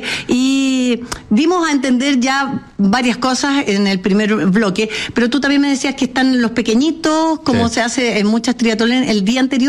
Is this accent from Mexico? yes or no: no; Santiago, Santiago Metropolitan Region, Chile; como nosotros los santiaguinos, que ponemos puras trabas y puros pero a todo. Aprendamos de nuestro país y somos todos chilenos.